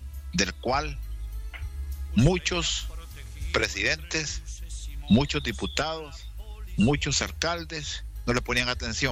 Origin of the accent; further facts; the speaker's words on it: Honduras; Yo, en lo particular, como hondureño, quiero agradecerles